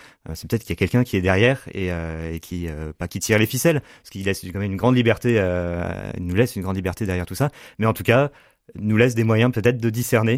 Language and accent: French; Le Mans, Pays de la Loire, France; Moi, j'ai grandi au Mans, donc j'ai fait mon école-collège-lycée au Mans